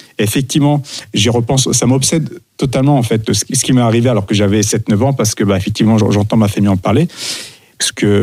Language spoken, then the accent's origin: French; Normandy, France; born there; moved away; also born or lived in Paris / Nice; On a vécu dans une toute petite ville en Basse-Normandie. Et lorsque nous sommes arrivés dans cette ville, mon père est commerçant, nous étions les seuls, quasiment les seuls arabes de la ville. Donc, je suis né à Paris, assez cosmopolite